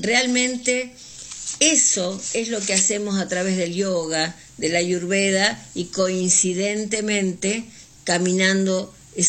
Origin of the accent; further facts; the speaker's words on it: Puerto Gaboto, Santa Fe, Argentina; moved away as an adult; also born or lived in San Lorenzo / Río Negro / Chubut; mi familia es de Puerto Gaboto, yo me crié en Puerto Gaboto y la verdad que es como el lugar donde me identifico, ese lugar que es como mi propia vida.